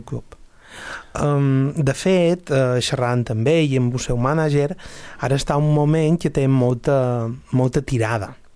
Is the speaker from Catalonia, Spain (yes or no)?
no; Balearic Islands, Spain; com a mallorquins que som